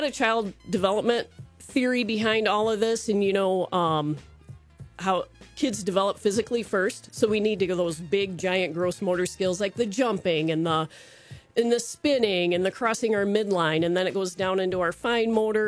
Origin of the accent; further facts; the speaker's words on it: Horton, Michigan, United States; I grew up in Jackson County, out in Horton, little town of Horton.